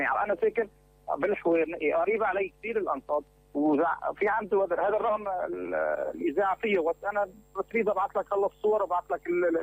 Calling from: Aleppo, Aleppo Governorate, Syria; من حلب القديمه، حي الاصيل

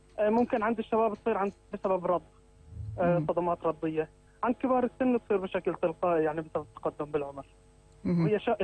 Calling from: Raqqa, Raqqa Governorate, Syria; أنا حاليا حاكيك من الرقة من المشفى الوطني

